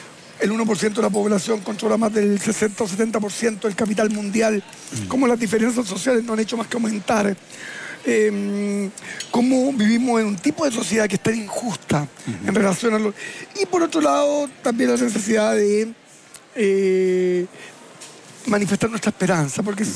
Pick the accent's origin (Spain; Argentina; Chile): Chile; uno les dice, soy chileno